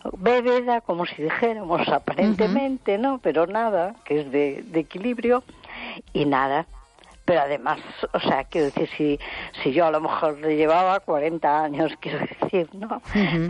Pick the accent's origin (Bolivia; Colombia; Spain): Spain; A Coruña, Galicia